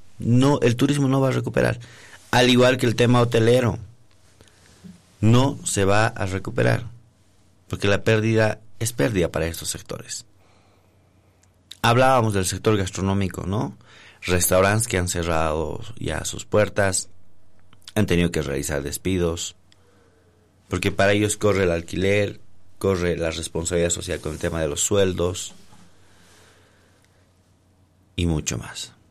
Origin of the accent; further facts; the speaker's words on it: Bolivia; Ahora estamos mal en Bolivia.